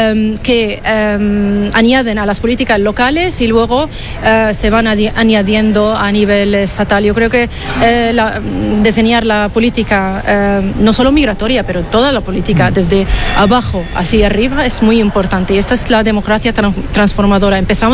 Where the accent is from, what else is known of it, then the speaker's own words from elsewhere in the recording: Syria; moved away; yo soy de Siria